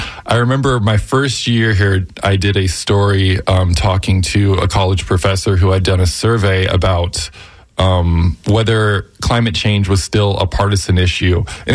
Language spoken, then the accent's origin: English; Florida, United States; growing up in Florida